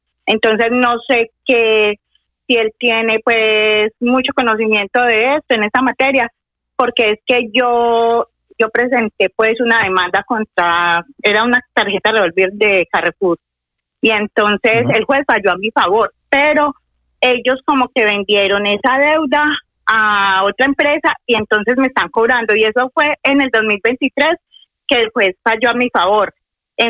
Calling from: Madrid, Community of Madrid, Spain; de Madrid.

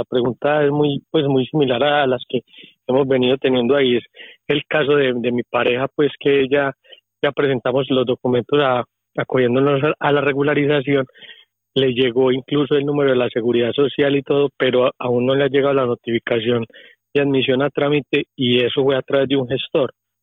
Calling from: Madrid, Community of Madrid, Spain; de aquí de Madrid.

